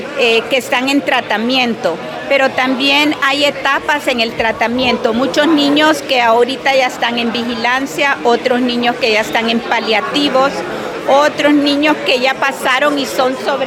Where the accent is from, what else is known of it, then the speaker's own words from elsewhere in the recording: Honduras; los hondureños somos bien solidarios.